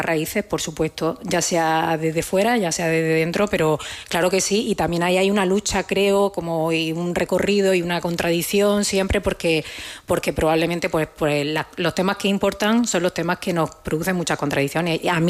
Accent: Cabo de Gata, Andalusia, Spain; yo soy de Almería, pero yo soy de Cabo de Gata, que es una zona aún más, o sea, bueno, que lo conozca, aparte que es, bueno, desde mi punto de vista, bellísimo, pero es una zona muy especial, muy, muy única y muy deshabitada hasta hace bien poco.

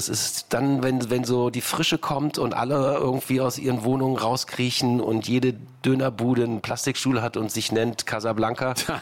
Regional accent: Düsseldorf, North Rhine-Westphalia, Germany; moved away as an adult; now in Berlin, Germany; Ich bin Düsseldorfer, ja. Ich bin Wahlberliner, seit 90.

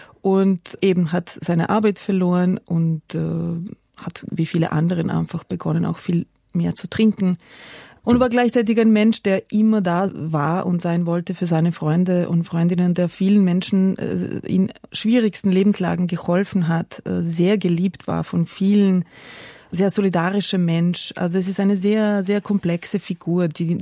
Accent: Croatia; Ich kannte diesen Begriff gar nicht bis zum Jahr 91, 92, als Kinder in Kroatien begonnen haben, mir auf der Straße zuzurufen, dass ich eine Serbin bin oder Chetnik

